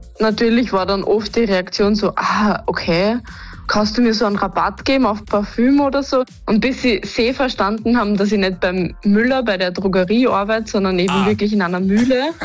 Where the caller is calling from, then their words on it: Raabs an der Thaya, Lower Austria, Austria; Ich bin jetzt gerade Müllermeisterin geworden, bin die Jüngste im deutschsprachigen Raum und bin aus Raps an der Theier.